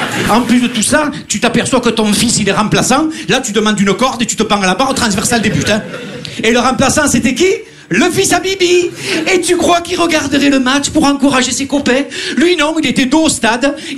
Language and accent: French; Marseille, Provence-Alpes-Côte d'Azur, France; Bon alors moi je viens de Marseille, mais vous inquiétez pas, je ferai pas de clichés.